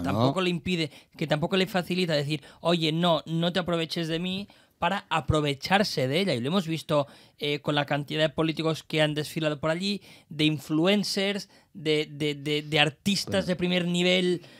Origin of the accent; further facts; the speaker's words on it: Spain; somos muchos los españoles que pagamos alquiler